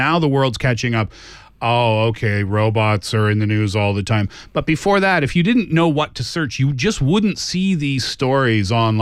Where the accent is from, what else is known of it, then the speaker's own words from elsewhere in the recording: Canada; Yeah, well, but listen, I'm from Canada. People think we live in igloos.